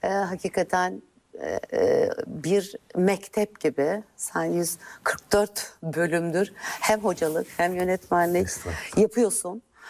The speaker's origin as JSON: {"language": "Turkish", "region": "Malatya", "country": "Turkey", "tie": "born or raised there", "said": "İyi ki diyorum çıkmışım ama iyi ki de orada Malatya'da doğmuşum. İyi ki orada kayısı yiyerek, beynime fosfor göndererek büyümüşüm."}